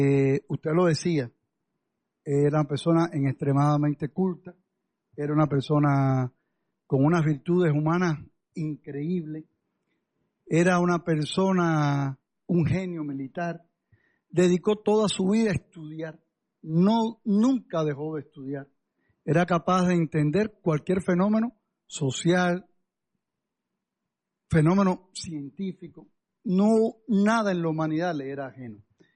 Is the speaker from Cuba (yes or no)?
yes; Cuba; lo que nos puede a nosotros como cubanos humildemente decirle